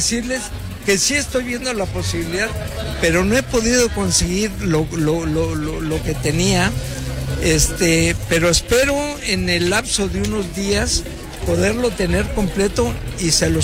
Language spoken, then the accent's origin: Spanish; Mexico; darnos la identidad como mexicanos